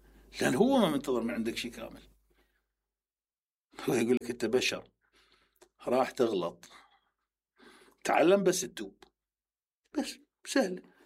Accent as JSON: {"language": "Arabic", "country": "Iraq", "moved": "as an adult", "lives_now": "Dubai, United Arab Emirates", "said": "قلت أنا عراقي."}